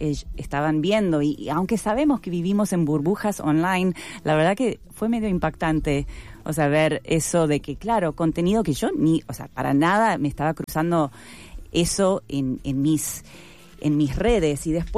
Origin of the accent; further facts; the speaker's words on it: Canada; Yo me crié en Canadá, y ahí se suele, por ejemplo, minimizar el debate sobre el racismo